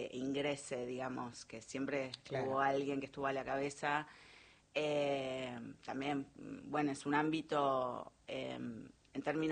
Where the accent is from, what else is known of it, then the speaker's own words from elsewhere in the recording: Buenos Aires Province, Argentina; que no soy porteña porque soy claro, oriunda de la zona sur del conurbano bonaerense